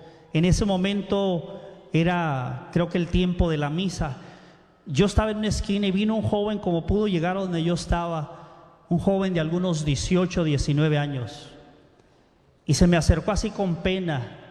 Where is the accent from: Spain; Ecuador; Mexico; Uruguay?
Mexico; ¿Qué es lo que sucede en las películas, los que somos de México, esas películas de al que lo habían dejado